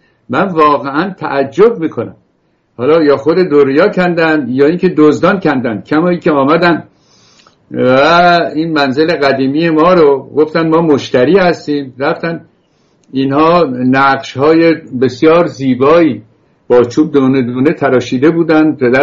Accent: Iran; moved away as an adult; also born or lived in France / England; now in United States; ما رفتیم به انگلیس و بعد رفتیم به اول فرانسه و بعد انگلستان و از انگلستان آمدیم آمریکا و فرهنگ برای ما بیگانه بود. با همون لباس و خودشلواری که ایران میپوشیدیم

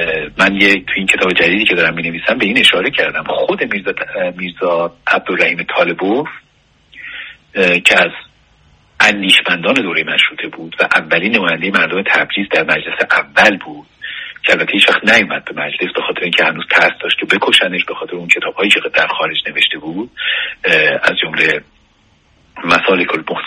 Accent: Iran; ما اکثریت مردم ایران بودیم.

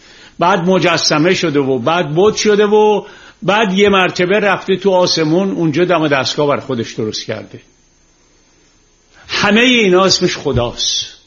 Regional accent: Iran; moved away; وقتی که من از ایران اومدم بیرون در فرانسه در سال 1954 میشه 1333 شمسی

